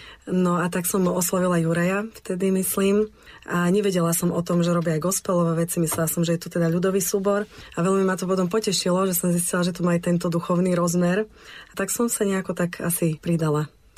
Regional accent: Piešťany, Trnava Region, Slovakia; Sama som vyrastala v detskom hudobnom súbore v Piešťanoch, takže to bolo pre mňa hneď také zo začiatku atraktívne

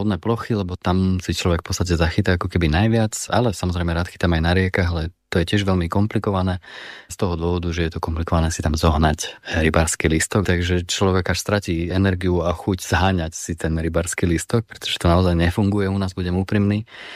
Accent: Prešov, Prešov Region, Slovakia; Keďže ja som pôvodom z Prešova, tak u nás je viac lesov než hôr.

